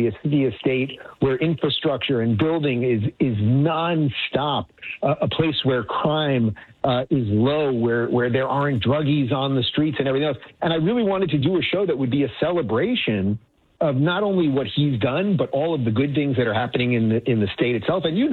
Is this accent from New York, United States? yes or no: no; Los Angeles, California, United States; moved away as an adult; now in Florida, United States; I'm a transplant from Cali, came to Florida during COVID, December of 21, moved my family and two companies here.